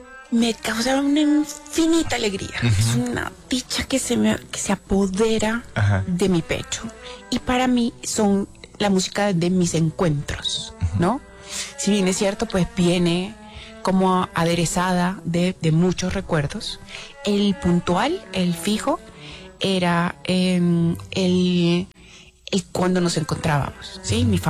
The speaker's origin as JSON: {"language": "Spanish", "town": "Valencia", "region": "Carabobo", "country": "Venezuela", "said": "yo soy de Valencia, mi hermana llegaba a Valencia"}